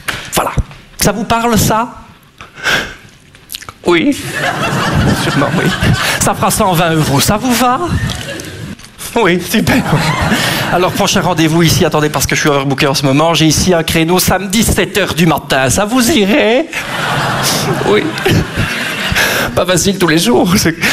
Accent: Belgium; je suis belge.

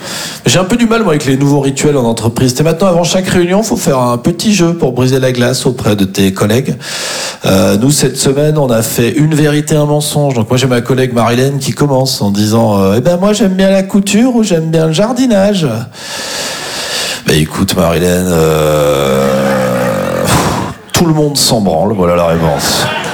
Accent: Champagnole, Bourgogne-Franche-Comté, France; Non, je suis originaire d'une petite commune qui s'appelle Champagnol.

